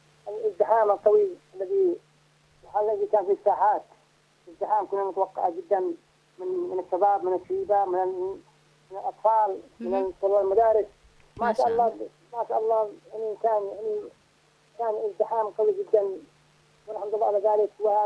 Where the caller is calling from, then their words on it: Bayt al-Faqih, Al Hudaydah, Yemen; من بيت الفقيه محافظة الزيدة.